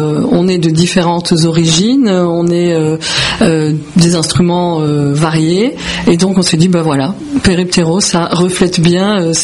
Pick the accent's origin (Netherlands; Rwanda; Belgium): Belgium; moved away as an adult; now in France; Moi je n'ai jamais vécu en Grèce. Voilà. Moi je suis un pur produit de la diaspora grecque. Moi je suis née en Belgique, j'ai grandi en Belgique, j'ai fait mes études en Belgique et je me suis retrouvée un peu en France par hasard.